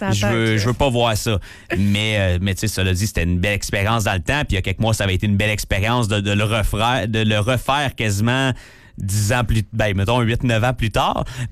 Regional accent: Val-d'Or, Quebec, Canada; moved away; dans mon coin de pays, à Val-d'Or

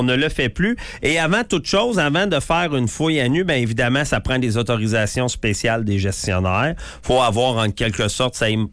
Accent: Quebec, Canada; c'est chez nous au Québec.

